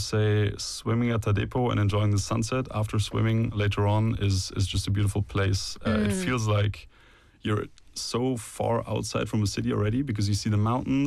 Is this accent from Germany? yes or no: yes; Germany; now in Busan, South Korea